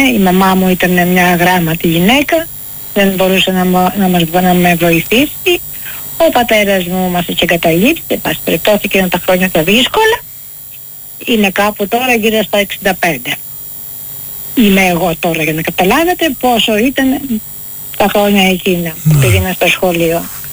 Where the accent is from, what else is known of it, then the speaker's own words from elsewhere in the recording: Western Greece, Greece; Λοιπόν, εγώ είμαι έξω από Αγρινιό, από ένα χωριό τέλος πάντων.